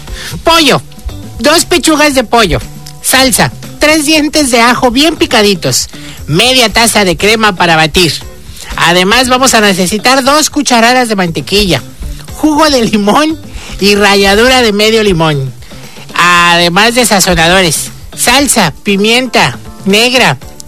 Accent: Yucatán, Mexico; Yo sí me siento orgullosamente yucateca porque

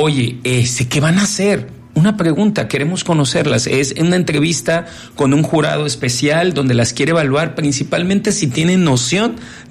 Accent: Manzanillo, Colima, Mexico; ¿de dónde eres? De Manzanillo, Colima, del Pacífico mexicano, de un lugar donde te imaginas de clase mundial, un puerto súper importante

